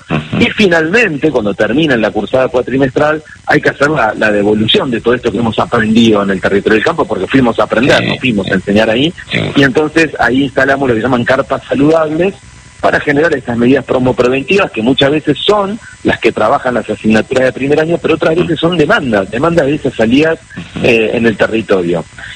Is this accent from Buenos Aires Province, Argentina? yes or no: yes; Buenos Aires Province, Argentina; moved away; Yo nací en Capital, viví siempre en el conurbano bonaerense